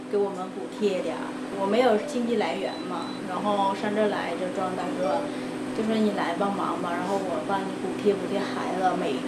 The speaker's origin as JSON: {"language": "Chinese", "country": "Vietnam", "second_language": "Chinese", "moved": "as an adult", "lives_now": "Harbin, China", "said": "我是越南人。"}